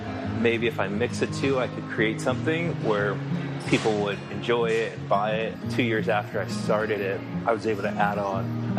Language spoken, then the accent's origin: English; Kansas City, Missouri, United States; that's a road that divides Kansas City, Missouri and Kansas City, Kansas. And I grew up on the Kansas City, Missouri side.